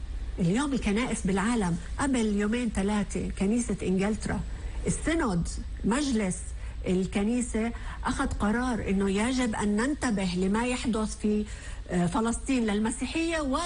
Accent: Palestine; حقوقي كفلسطيني

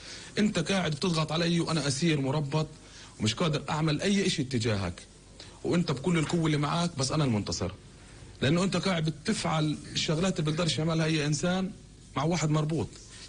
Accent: Palestine; إحنا كفلسطينيين يعني جبارين

